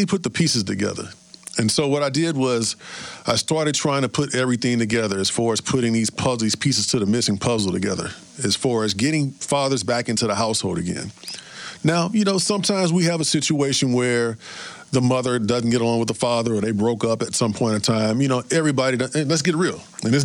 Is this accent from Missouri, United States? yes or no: yes; St. Louis, Missouri, United States; I grew up in Walnut Park, born and raised